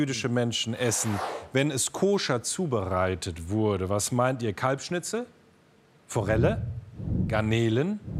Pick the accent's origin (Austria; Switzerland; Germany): Germany; Kurpfalz; Ich bin in der Kurpfalz aufgewachsen.